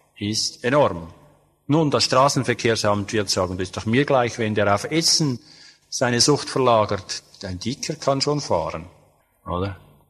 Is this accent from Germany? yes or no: no; Switzerland; Zum Teil gibt es bei uns in der Schweiz, weil wir so methadonfreudig sind, schon bereits 40-, 50-jährige Methadonabhängige